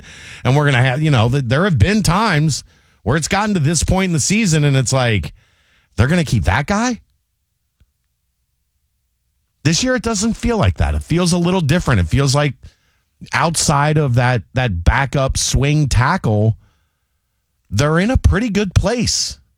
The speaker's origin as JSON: {"language": "English", "region": "Kentucky", "country": "United States"}